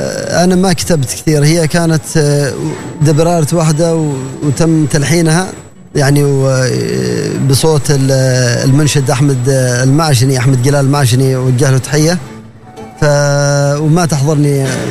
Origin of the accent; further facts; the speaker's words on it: Dhofar, Oman; accent: Dhofari; فكوني مثلا شاعر في ظفار اعتز باللسان الظفاري العربي